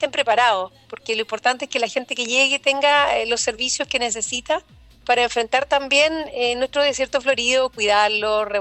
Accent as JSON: {"language": "Spanish", "region": "Atacama", "country": "Chile", "said": "quienes somos habitantes de Atacama"}